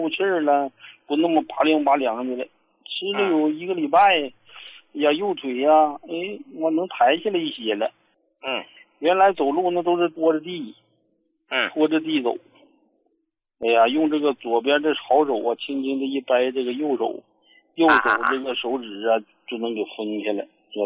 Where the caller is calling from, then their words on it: Harbin, Heilongjiang, China; 我是哈尔滨的朋友。